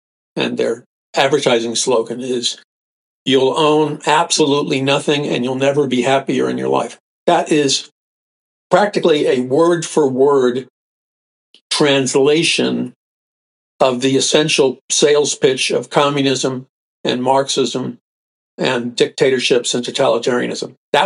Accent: New York City, New York, United States; I remember growing up in New York City, people talk very straight, very.

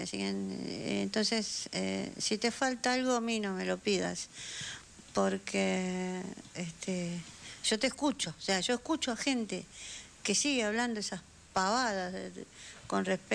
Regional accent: Argentina

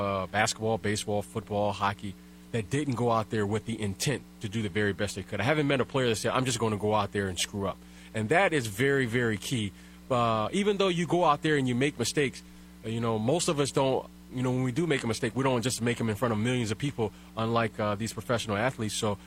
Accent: Detroit, Michigan, United States; I grew up in Detroit, Michigan

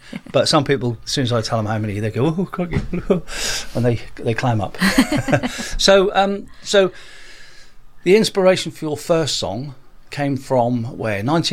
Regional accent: Great Yarmouth, East of England, United Kingdom; born or raised there

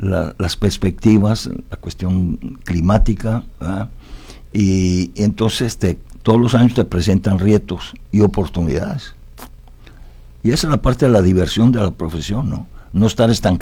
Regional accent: Italy; now in Mexico; Yo vengo de Italia. Pues Baja California es la mitad de la superficie, exactamente la mitad de la superficie de Italia.

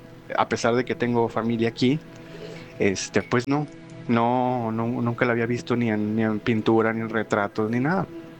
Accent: Monterrey, Nuevo León, Mexico; now in United States; Yo, como les he comentado en audios anteriores, yo soy de Monterrey, de México.

